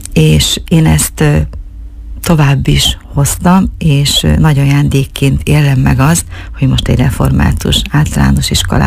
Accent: Semin, Borsod-Abaúj-Zemplén, Hungary; Én egy nagyon kicsi faluban, a Bodrog közben, Seminben nevelkedtem. Ez a település, ez egy 300-400 főből állt, de egy nagyon református község volt ez.

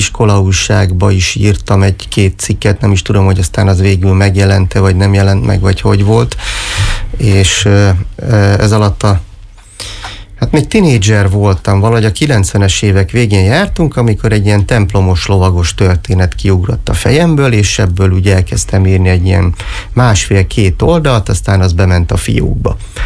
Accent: Miskolc, Borsod-Abaúj-Zemplén, Hungary; a Diósgyőri vár közelében nőttem fel, a Kuruc utcán laktunk, hogy gyakorlatilag nem volt olyan nap, hogy ne csatangoltunk volna a vár környékén.

